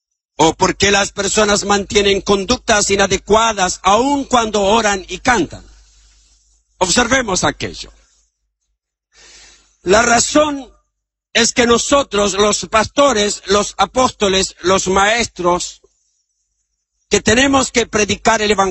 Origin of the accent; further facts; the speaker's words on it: Chile; Yo estaba en mi país, en la comuna de Maipú